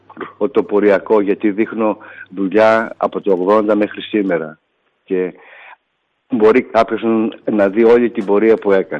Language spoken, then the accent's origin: Greek; Western Macedonia, Greece; now in Berlin, Germany; Εμείς είμαστε κάτω από το Βενέτικο που λέμε